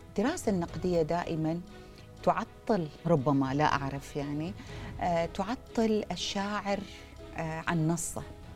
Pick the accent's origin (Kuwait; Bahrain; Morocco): Bahrain; now in Dubai, United Arab Emirates; كانوا محتاجين لبنت خليجية في الأخبار، كان تلفزيون دبي ما في أي وجه خليجي، يعني ما في مواطنين من الإمارات وما في مواطنة خليجية يعني خليجية موجودة. فأخذوني